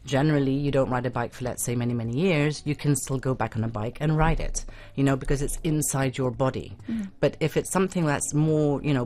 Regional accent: England, United Kingdom; now in Oman; I'm obviously English. However, I don't speak Arabic, unfortunately.

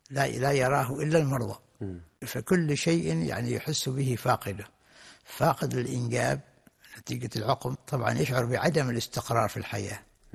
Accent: Oman; حتى عندنا في عمان،

